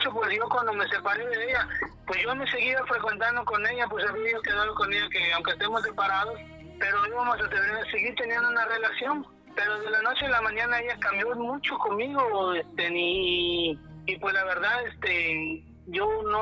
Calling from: Chetumal, Quintana Roo, Mexico; Me habla aquí de Chetumal, Quintana Roo.

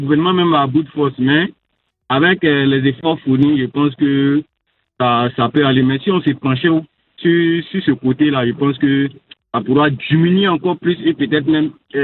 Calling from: Bingerville, Abidjan, Côte d’Ivoire; Je vous appelle de Bengerville.

